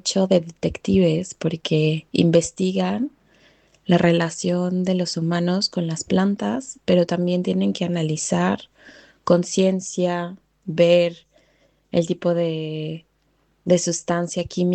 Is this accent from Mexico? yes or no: yes; Mexico; Y digo, es el ejemplo que les doy porque soy mexicana y es como el que tengo más presente.